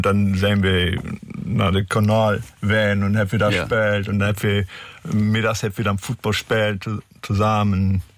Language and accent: German; Meppen, Lower Saxony, Germany; also born or lived in Beckum; Na, ich komme aus Meppen. Meppen, da wo die SV Meppen auch groß geworden ist und die bekannt geworden